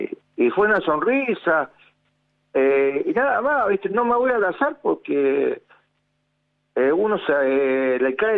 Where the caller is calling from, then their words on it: Rosario, Santa Fe, Argentina; De Choromá, de Rosario.